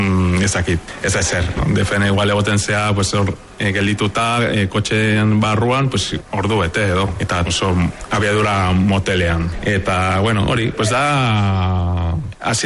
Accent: Veracruz, Mexico; Basque is a second language; moved away as an adult; also born or lived in Mexico City; now in Basque Country, Spain; nire amaren familia da Mexikoko Igualdekoa, Veracruzekoa, eta nire hartzaroa hor Veracruzen pasatu nun.

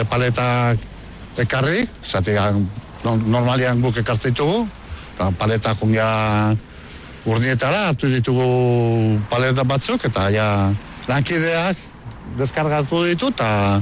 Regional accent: Basque Country, Spain; ni baukat patria, ni euskalduna naiz, eta puntxo, ez?

